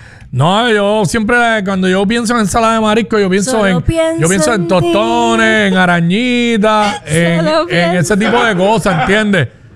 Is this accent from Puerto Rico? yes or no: yes; Cabo Rojo, Puerto Rico; moved away; como yo me crié en Cabo Rojo